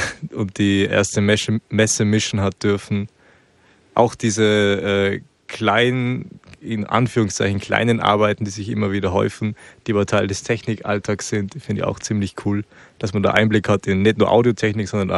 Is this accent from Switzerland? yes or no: no; Austria; now in Germany; auch für mich als ursprünglich Österreicher, Deutschland ein bisschen kennengelernt.